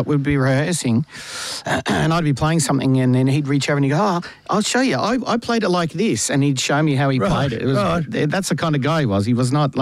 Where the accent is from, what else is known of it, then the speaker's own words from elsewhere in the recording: Melbourne, Victoria, Australia; born there; Melbourne. I was born in Altona.